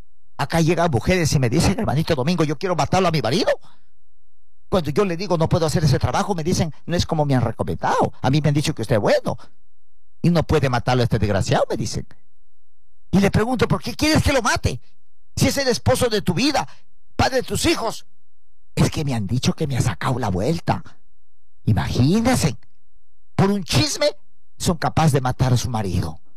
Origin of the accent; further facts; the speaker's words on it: Salalá, Piura, Peru; born there; moved away; Yo vengo de Salalá, Sondorilio, mi tierra, que me vio nacer.